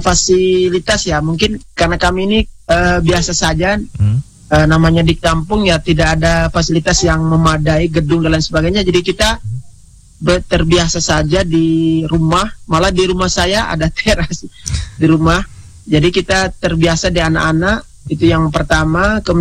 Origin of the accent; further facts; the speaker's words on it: Ende Island, East Nusa Tenggara, Indonesia; sebagai anak Pulau Ende, pemuda Pulau Ende